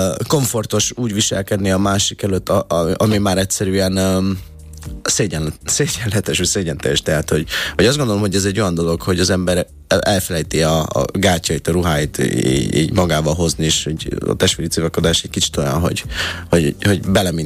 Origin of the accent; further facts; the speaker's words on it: Hungary; én, mint kínai, magyar kínai, és sem tudom, melyiket rakjam előre.